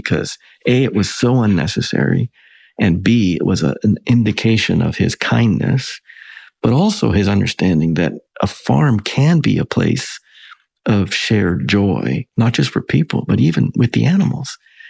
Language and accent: English; Alberta, Canada; I mean, I grew up in Southern Alberta, and so the Rockies were my Western horizon